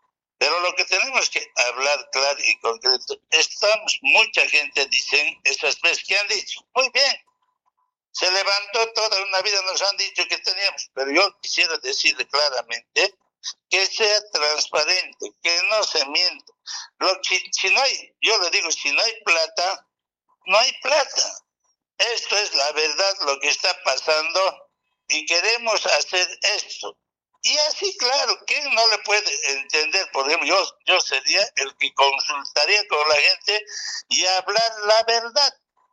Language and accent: Spanish; Bolivia; nuestra responsabilidad como bolivianos